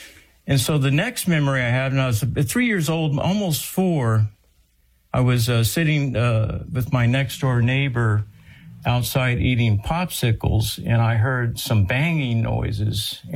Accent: San Antonio, Texas, United States; born there; Well, I was born in San Antonio, Texas, and the Lord blessed me with quite a bit of adversity

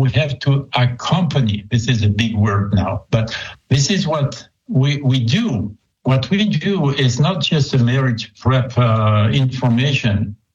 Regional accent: France; moved away as an adult; also born or lived in Columbus, Nebraska; coming from France to Columbus, Nebraska was an experience.

